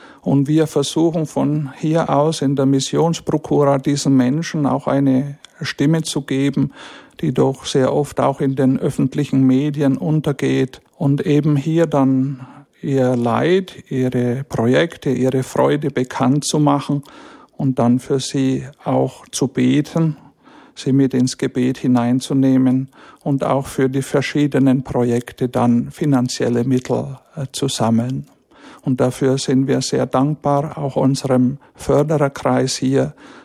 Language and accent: German; Pottenstein, Bavaria, Germany; Ich stamme gebürtig aus dem Erzbistum Bamberg, aus der Gemeinde Pottenstein in der Fränkischen Schweiz. Eine auch sehr schöne Gegend, aus einem kleinen Ort. Und in diesem kleinen Ort bin ich aufgewachsen